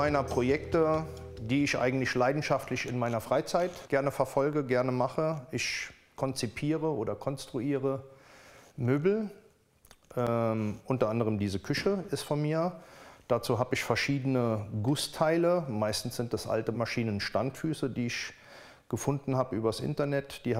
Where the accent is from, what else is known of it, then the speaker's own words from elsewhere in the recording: Koblenz, Rhineland-Palatinate, Germany; Ich komme gebürtig aus Koblenz